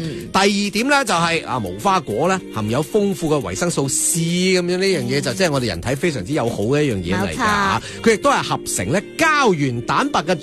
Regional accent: Guangdong, China; 就即係第三种亦都系属于我哋老广经常用嘅做法嚟㗎啦。

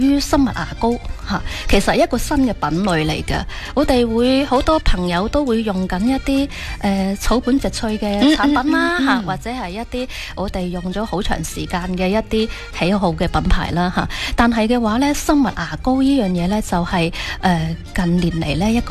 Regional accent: Foshan, Guangdong, China; 其实我咧都系土生土长嘅佛山顺德人嚟嘅

